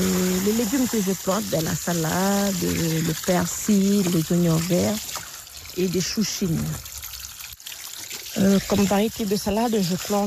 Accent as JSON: {"language": "French", "town": "Kouaoua", "region": "North Province", "country": "New Caledonia", "tie": "born or raised there", "said": "je suis originaire de la commune de Kwawa. J'habite dans la tribu de Ko."}